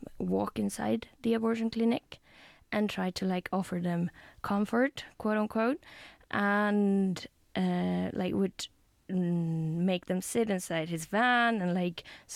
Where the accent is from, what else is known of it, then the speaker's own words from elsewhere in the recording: Spain; I come from Spain. Spain is, as you all, maybe not all of you, but many of you will know that it's a historically Catholic country where church has a lot of power